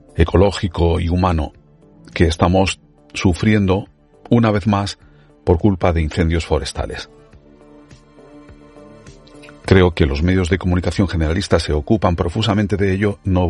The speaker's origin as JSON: {"language": "Spanish", "town": "Málaga", "region": "Andalusia", "country": "Spain", "said": "yo soy de Málaga. Málaga es una zona, la ciudad de Málaga, una zona muy tensionada desde ese punto de vista de la vivienda."}